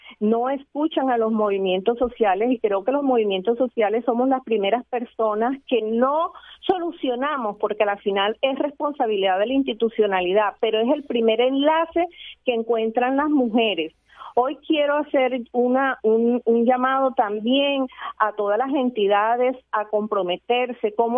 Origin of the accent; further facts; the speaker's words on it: Barranquilla, Atlántico, Colombia; Yo, como barranquillera